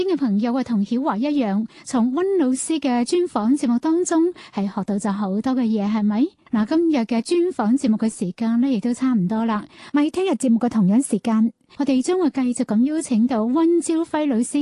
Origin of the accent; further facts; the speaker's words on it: Lingnan, China; 亦都系我哋岭南人嘅特色。